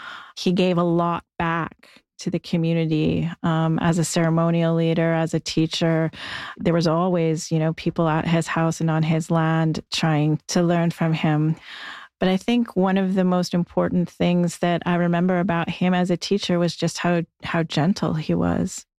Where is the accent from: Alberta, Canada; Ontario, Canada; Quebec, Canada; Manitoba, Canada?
Ontario, Canada; So I come from Treaty 20, also the Williams Treaty areas.